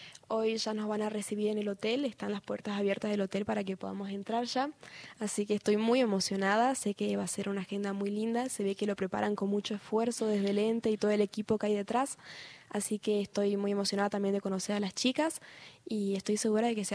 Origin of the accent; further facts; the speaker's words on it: Jujuy, Argentina; La idea es quedarme acá en Jujuy, amo a Jujuy, es mi tierra y yo no me podría ir de acá